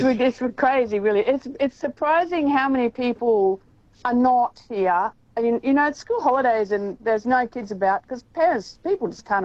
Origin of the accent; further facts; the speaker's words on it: Kingaroy, Queensland, Australia; Kingaroy.